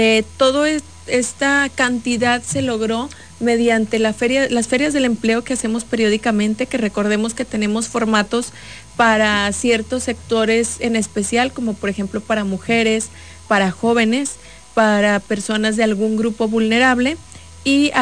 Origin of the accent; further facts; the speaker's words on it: Gómez Palacio, Durango, Mexico; yo soy de aquí, de Gómez Palacio